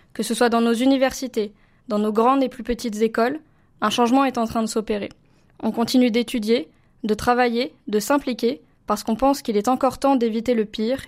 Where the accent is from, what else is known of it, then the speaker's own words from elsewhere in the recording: Guadeloupe; moved away as an adult; now in Montpellier, France; je viens de la Guadeloupe.